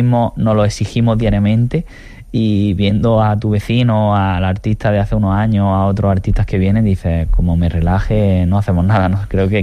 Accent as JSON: {"language": "Spanish", "town": "Jaén", "region": "Andalusia", "country": "Spain", "tie": "born there", "said": "Nací en Jaén, pero mi familia es de Priego de Córdoba y tengo un gran apego a mi tierra, y las dos las considero mi tierra."}